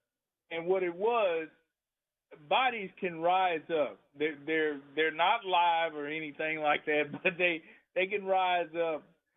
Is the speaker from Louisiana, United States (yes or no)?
yes; Alexandria, Louisiana, United States; I'm from Alexandria, Louisiana